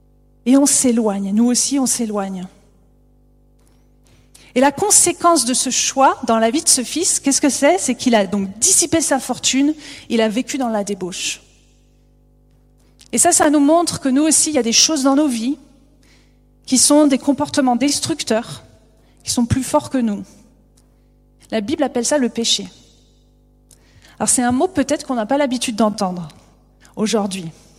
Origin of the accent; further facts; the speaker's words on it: France; En tant que bon français